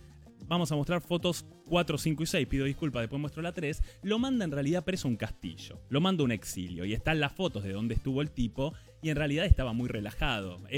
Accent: Argentina

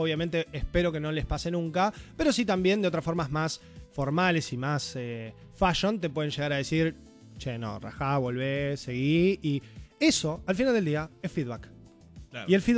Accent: Argentina; ¿de dónde son ustedes? De Argentina.

